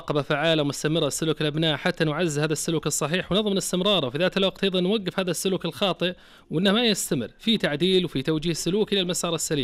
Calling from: Saudi Arabia; من وادي، من الوادي.

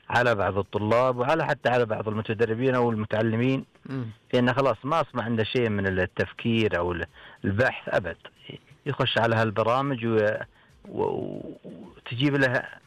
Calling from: Abha, Asir, Saudi Arabia

